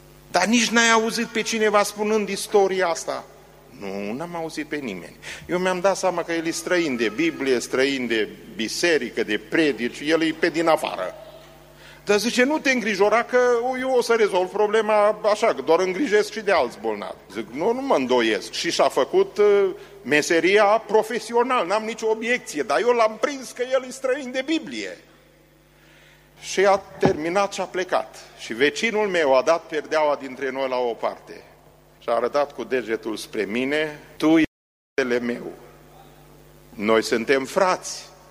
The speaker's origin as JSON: {"language": "Romanian", "country": "Romania", "moved": "yes", "said": "Nu, zic, din Europa sunt."}